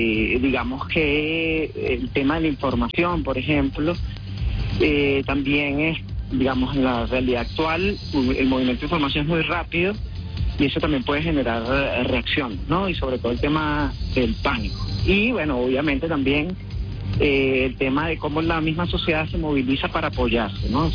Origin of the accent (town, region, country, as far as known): Venezuela